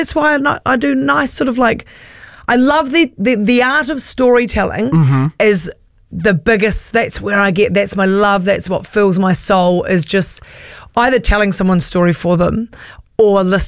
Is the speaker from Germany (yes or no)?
no; Christchurch, Canterbury, New Zealand; Christchurch.